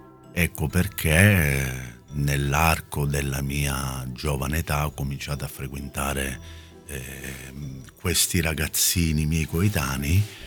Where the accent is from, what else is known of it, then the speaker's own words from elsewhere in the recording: Catania, Sicily, Italy; also born or lived in Milan; io sono nato a Milano ma sono cresciuto già dalla tenera età a Catania, che come sappiamo è una città ad alta densità di criminalità. Vengo appunto da un quartiere cosiddetto tra virgolette caldo